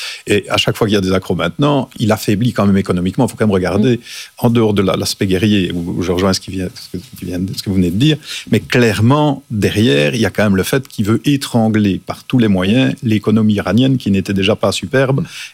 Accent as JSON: {"language": "French", "country": "Belgium", "said": "Je vous avoue que moi, en tant que Belge, je suis très heureux."}